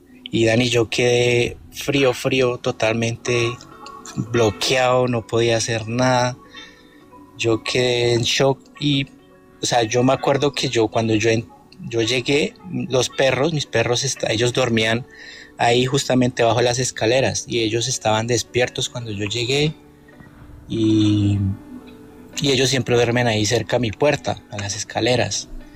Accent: Tabio, Cundinamarca, Colombia; Eso fue en el año 2011, uh-huh. En Tabio. Yo soy de Tabio.

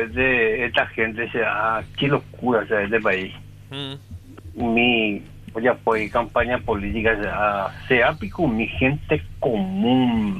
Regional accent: Nueva Germania, San Pedro, Paraguay; allá en mi valle, esa Nueva Germania

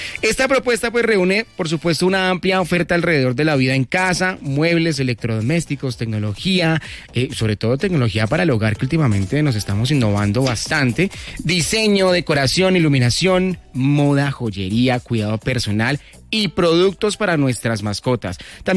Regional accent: Colombia; nos recuerdan como colombianos

